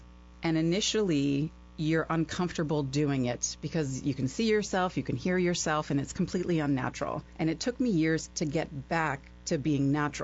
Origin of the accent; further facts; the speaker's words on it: Stamford, Connecticut, United States; My mom still lives in the house I grew up in Stamford, Connecticut. And I went to school next door in New Canaan until I was in eighth grade.